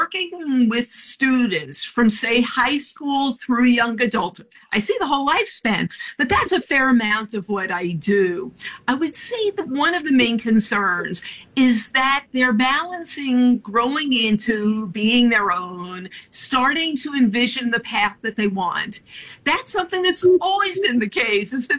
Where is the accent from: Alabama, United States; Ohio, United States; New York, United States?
New York, United States; I grew up in New York.